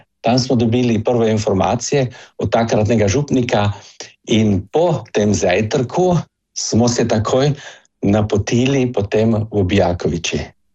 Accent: Carinthia, Austria; born there; Jaz sem rojen na Koroškem, sem koroški Slovenc.

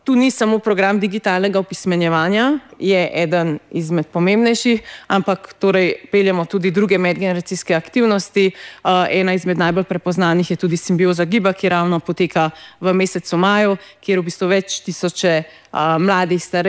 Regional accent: Southeast Slovenia, Slovenia; sama prihajam iz Dolenjske, iz neke vasice, kjer v bistvu nimamo priložnosti do tega digitalnega opismenjevanja

